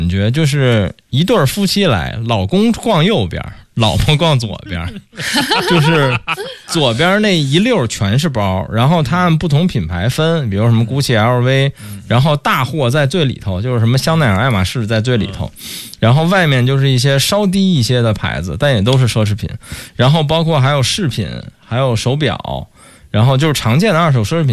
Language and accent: Chinese; Beijing, China; 作为一个北京人